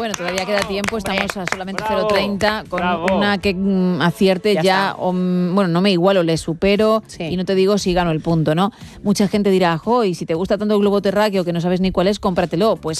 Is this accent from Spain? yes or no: yes; Madrid, Community of Madrid, Spain; born there; No, nací en Madrid.